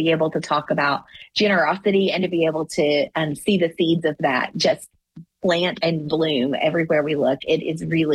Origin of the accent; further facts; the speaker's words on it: Hayside, United States; now in Knoxville, United States; Growing up in Hayside, my family has a grocery store, a small business there that we have had for nearly 90 years and four generations.